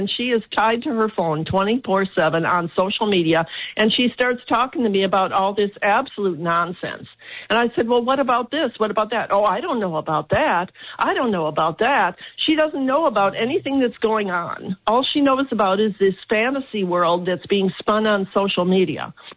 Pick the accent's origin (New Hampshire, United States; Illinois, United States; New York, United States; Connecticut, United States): Illinois, United States; Chicago; I was looking when I grew up in Chicago. I saw these pretty high-rise buildings on the south side